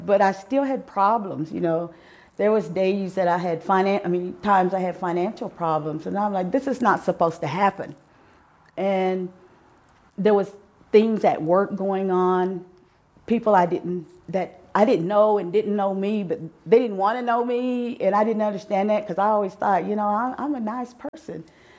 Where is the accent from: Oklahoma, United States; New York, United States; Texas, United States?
Oklahoma, United States; Antlers; moved away as an adult; also born or lived in Bernalillo, New Mexico; now in Albuquerque, United States; I'm from the Choctaw Tribe of Antlers, Oklahoma. I've been in Albuquerque now for going on 15 years. I lived out in Bernalillo for a little while, and then I moved, bought a house in the Albuquerque area.